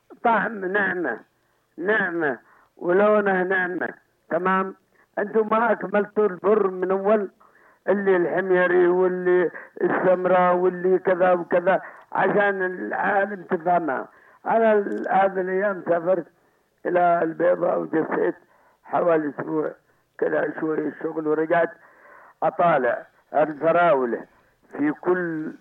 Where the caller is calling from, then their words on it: Sanaa, Amanat Al Asimah, Yemen; عندنا في صنعاء